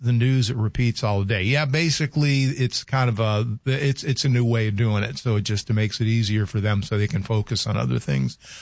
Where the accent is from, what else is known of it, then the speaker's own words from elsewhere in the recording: the South, United States; growing up when I did in the South, especially the time when I grew up in the South, in the early 60s, it was not a pleasant time in parts of the South.